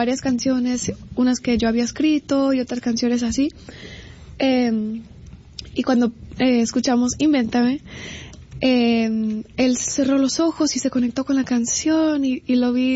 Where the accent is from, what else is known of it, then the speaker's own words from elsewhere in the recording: Los Angeles, California, United States; Y aún es más especial porque empiezo en Los Ángeles, que es donde yo nací, es donde yo crecí